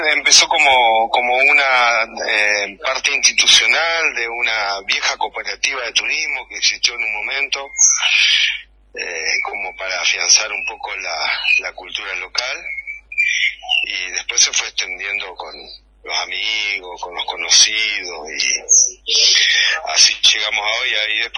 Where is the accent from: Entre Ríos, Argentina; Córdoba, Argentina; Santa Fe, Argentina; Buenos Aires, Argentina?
Entre Ríos, Argentina; born there; now in Misiones, Argentina; Yo no soy no soy misionero, soy entrerriano de nacimiento, así que por eso un poco mi acento. Pero yo llegué acá hace unos años